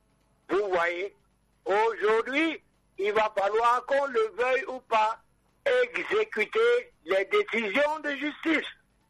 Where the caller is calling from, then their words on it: Cameroon; chez nous, au Cameroun